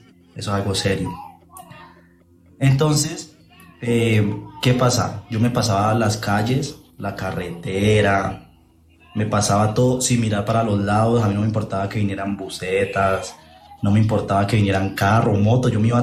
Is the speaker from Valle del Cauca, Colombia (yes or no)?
yes; Valle del Cauca, Colombia; yo soy de aquí del Valle, yo soy del Valle de Cauca, ¿no?